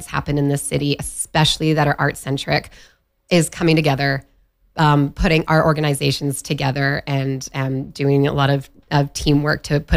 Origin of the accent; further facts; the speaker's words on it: Vancouver, British Columbia, Canada; now in Fort St. John, Canada; I grew up in Vancouver where we have P&E Fright Nights where I've literally been chased around by a werewolf with a chainsaw.